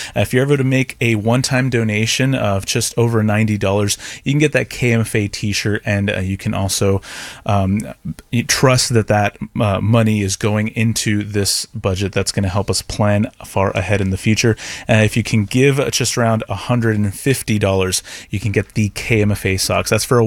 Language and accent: English; Texas, United States; born there; now in Central Texas, United States; I was born in South Texas, went to school in East Texas, live in Central Texas.